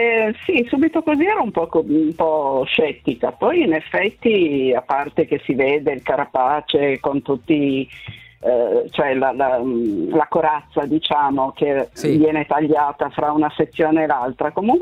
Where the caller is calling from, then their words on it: Turin, Piedmont, Italy; Da Torino.